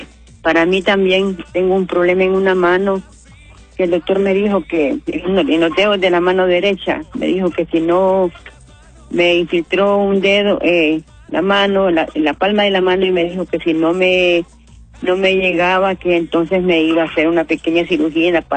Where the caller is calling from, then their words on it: Siguatepeque, Comayagua, Honduras; Llamo de Siguatepeque.